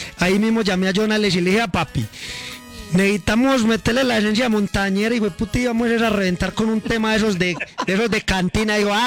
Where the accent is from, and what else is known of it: Colombia